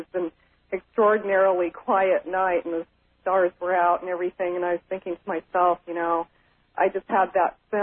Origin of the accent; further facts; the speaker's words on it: Alaska, United States; now in San Diego, United States; I grew up in Alaska and lived through a lot of the earthquakes, the major one that hit up there